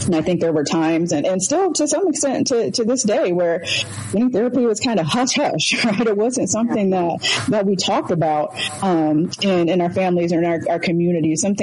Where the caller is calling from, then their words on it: Baltimore, Maryland, United States; I am calling in from Baltimore, Maryland.